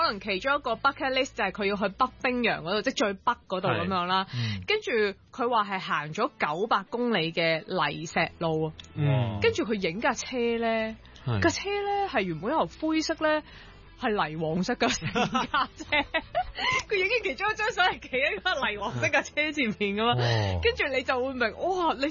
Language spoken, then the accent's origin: Cantonese; Hong Kong